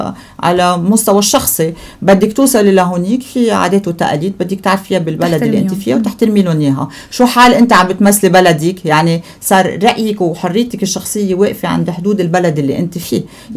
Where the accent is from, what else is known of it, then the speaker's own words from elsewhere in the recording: Lebanon; نحن بلدنا كلبنان